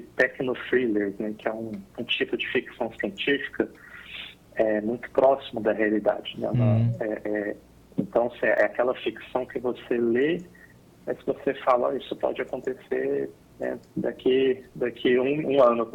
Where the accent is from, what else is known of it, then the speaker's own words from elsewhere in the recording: Ribeirão Preto, São Paulo, Brazil; eu sou de Ribeirão Preto, São Paulo